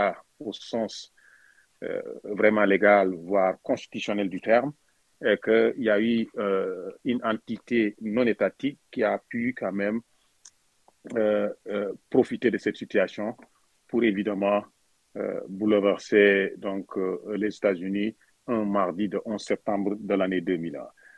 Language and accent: French; Senegal; moved away; au niveau du Sénégal, qui est mon pays qui partage, donc mon pays d'origine qui partage une frontière avec le Mali